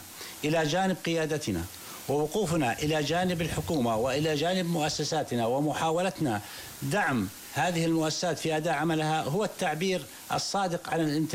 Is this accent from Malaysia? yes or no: no; Jordan; نحن كأردنيين